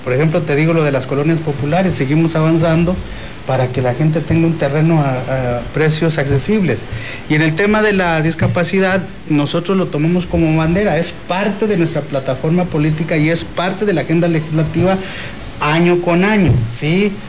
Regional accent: Zacatecas, Mexico; now in Tabasco, Mexico; De que soy zacatecano, orgullosamente soy zacatecano, pero ya soy más tabasqueño que zacatecano.

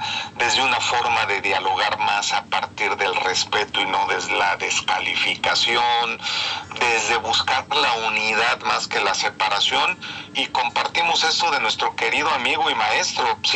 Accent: Mexico; moved away as an adult; now in Germany; como mexicano que ya tiene pues más de 15 años viviendo fuera del país, en Alemania específicamente.

